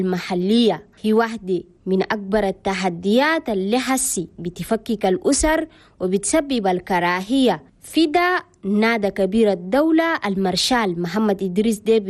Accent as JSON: {"language": "Arabic", "country": "Chad", "said": "وببرجل السلام وبضعف التنمية هم بلدنا تشاد"}